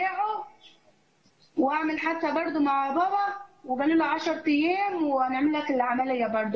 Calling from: Dayrout, Asyut Governorate, Egypt; تبع محافظة أسيوط

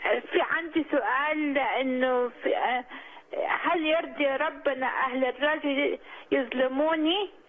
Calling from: Australia; انا بنت الرب من استراليا.

